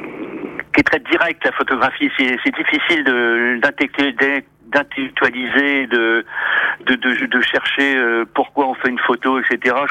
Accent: Saint-Nazaire, Pays de la Loire, France; je suis originaire de Saint-Nazaire.

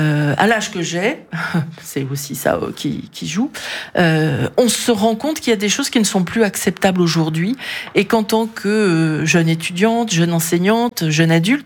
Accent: Brittany, France; je suis présente sur plein de salons, notamment au Finistère, puisque je suis des Monts d'Arrée

